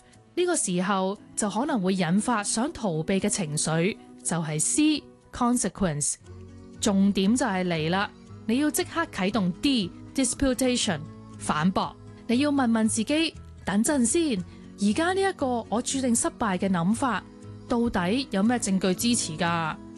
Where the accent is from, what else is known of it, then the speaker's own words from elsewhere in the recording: Hong Kong; 咁同好多代我哋香港人嗰种顶硬上啦